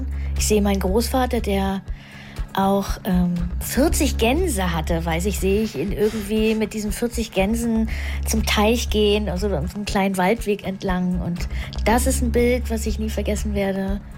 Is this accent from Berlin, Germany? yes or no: no; Schönhausen, Saxony-Anhalt, Germany; born or raised there; also born or lived in Havelberg